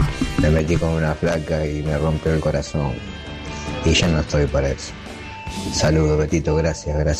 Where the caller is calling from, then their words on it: Lanús, Buenos Aires Province, Argentina; de Lanús, tengo 51 años.